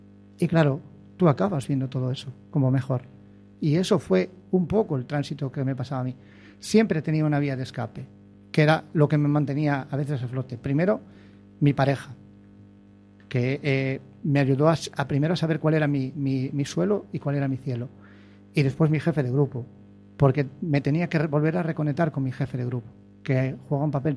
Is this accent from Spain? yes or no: yes; Baiona, Galicia, Spain; Yo, como te digo, soy de Bayona.